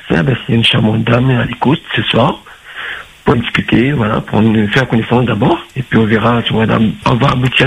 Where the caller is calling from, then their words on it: Saint-Denis, Réunion; Bah, je suis de Saint-Denis, j'ai 49 ans, je suis de type métier.